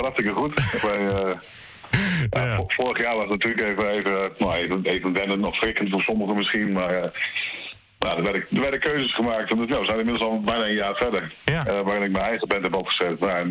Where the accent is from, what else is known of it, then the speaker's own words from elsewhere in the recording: Rolde, Drenthe, Netherlands; now in Assen, Netherlands; Mijn Drentse roots gaan eigenlijk wel heel ver. Want ik ben in Assen geboren en in Rolde getogen, zeg ik altijd. Ik was eigenwijs dat ik in het ziekenhuis geboren moest worden. maar vervolgens jarenlang in Rolde gewoond. En dan tegenwoordig ook alweer jarenlang in Assen.